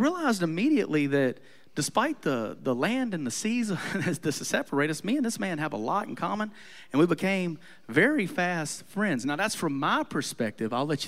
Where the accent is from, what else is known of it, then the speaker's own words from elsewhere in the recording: Louisiana, United States; I'm from Louisiana.